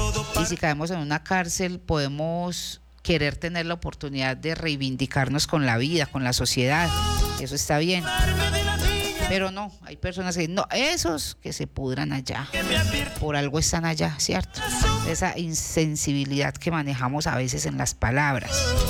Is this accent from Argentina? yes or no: no; Paisa region, Colombia; somos paisas, berracos y echados para adelante